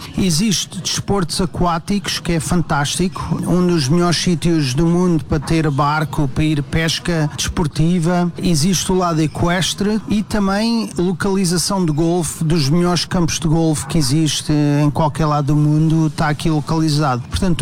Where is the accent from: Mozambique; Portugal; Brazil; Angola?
Portugal; Eu, como português, vou ser um grande fã de ter a minha seleção aqui em West West Palm Beach